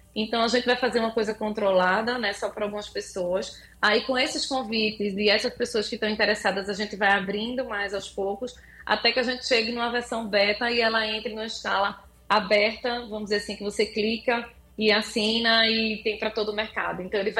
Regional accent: Recife, Pernambuco, Brazil; Porque eu vivo agora aí, sou recifense, mas estou de coração. A cada 15 dias eu estou aí

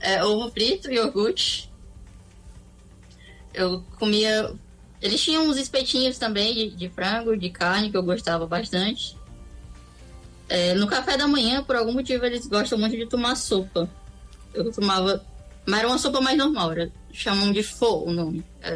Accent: Fortaleza, Ceará, Brazil; Sou de Fortaleza. Mas eu tenho família no interior também.

